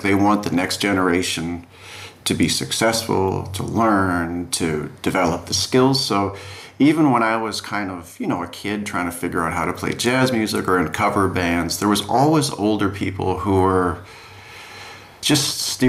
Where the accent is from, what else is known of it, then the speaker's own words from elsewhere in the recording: Winnipeg, Manitoba, Canada; growing up in Winnipeg is like growing up in an island in the middle of a sea of wheat or flax, or like you're literally on this island in the middle of nowhere. And I grew up right on the edge of the city